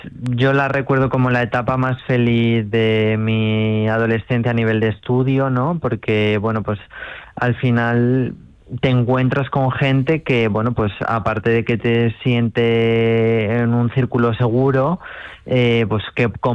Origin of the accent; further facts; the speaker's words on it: Marchamalo, Castilla-La Mancha, Spain; se me influenció mucho en no relacionarme con gente de mi pueblo y bueno, pues al final yo empecé en un club de competición fuera de Marchamalo y al final estudié posteriormente en Guadalajara y en Madrid.